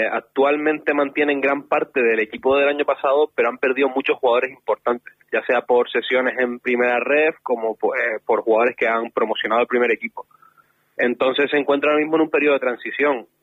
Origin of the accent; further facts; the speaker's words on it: Las Palmas de Gran Canaria, Canary Islands, Spain; accent: Canarian; yo soy de Las Palmas, he crecido en Las Palmas